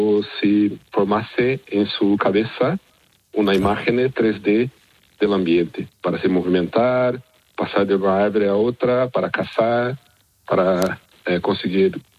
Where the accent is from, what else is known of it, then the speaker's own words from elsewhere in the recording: Brazil; Spanish is a second language; Yo estaba en máster en Brasil, yo soy brasileño. Ahí, en el laboratorio que estaba en la Universidad de Rio de Janeiro